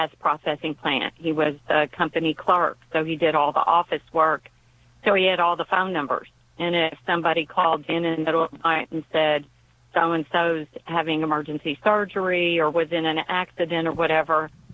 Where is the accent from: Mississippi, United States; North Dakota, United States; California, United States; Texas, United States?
Texas, United States; I'm actually from Healy, mm-hmm. Texas, which is about 20 miles east of Columbus. It's also on Interstate 10.